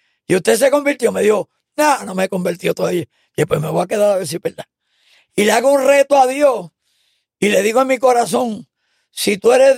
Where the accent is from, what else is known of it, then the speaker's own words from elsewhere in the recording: Ponce, Puerto Rico; Porque yo me crié en Ponce y hay otro ambiente en la calle.